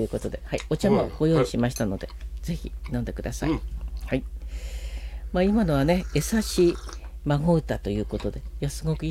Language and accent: Japanese; Hakodate, Hokkaido, Japan; あ、私函館ですからね、